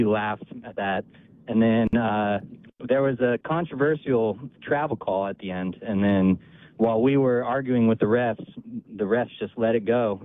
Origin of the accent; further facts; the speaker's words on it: Ukiah, California, United States; Hey, so, John, I'm originally from Ukiah